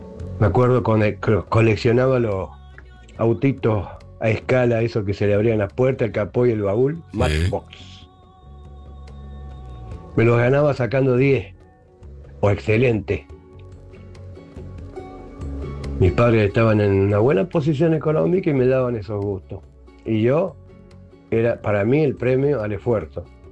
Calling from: Córdoba, Argentina; de La Docta, de Córdoba.

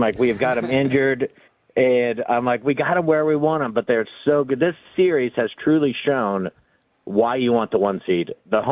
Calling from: Oklahoma, United States; I'm 3 hours away. I'm 10 miles from the Kansas border up here by Alva.

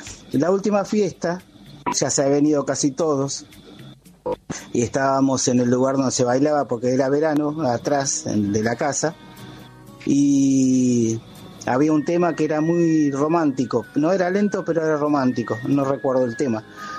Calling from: San Justo, Buenos Aires Province, Argentina; de San Justo.

